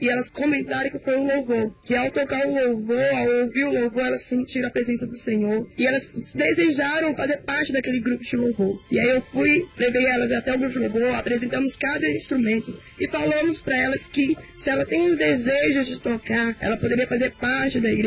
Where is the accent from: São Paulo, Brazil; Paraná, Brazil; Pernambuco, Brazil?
São Paulo, Brazil; Isso, eu sou de São Paulo, do bairro de Sumaré, da igreja de Sumaré, nosso pastor, Robson.